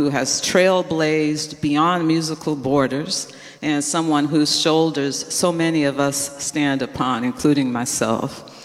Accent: East Coast, United States; While she was from the West Coast and I was from the East Coast, we had things in common.

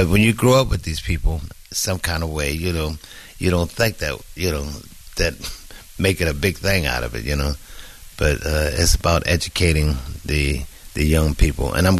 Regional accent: Pittsburgh, Pennsylvania, United States; And I'm from Pittsburgh, born out of 10 kids. I'm the youngest one, okay?

